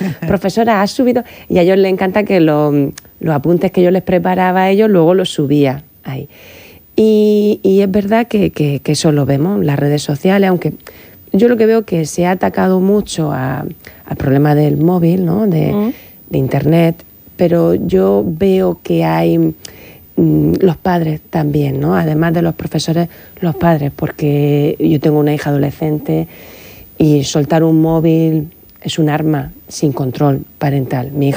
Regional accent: Cartagena, Region of Murcia, Spain; Y dos que somos de Cartagena.

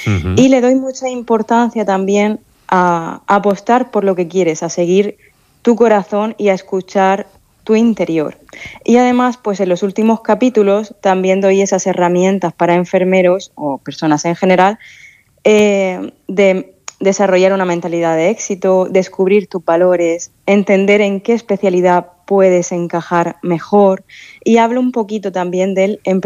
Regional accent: Orihuela, Valencian Community, Spain; yo soy de Orihuela.

